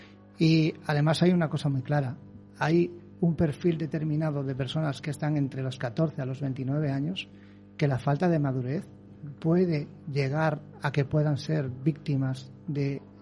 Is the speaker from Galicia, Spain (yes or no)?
yes; Baiona, Galicia, Spain; moved away as an adult; Comencé mi carrera profesional como policía local en Bayona, de donde soy natural, de ese pueblo de Bayona, en la provincia de Pontevedra.